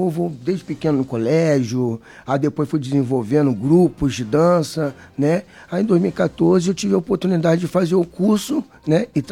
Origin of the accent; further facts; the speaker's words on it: São Vicente, São Paulo, Brazil; moved away as an adult; also born or lived in Saquarema; now in Araruama, Brazil; Eu sou de São Vicente, São Paulo.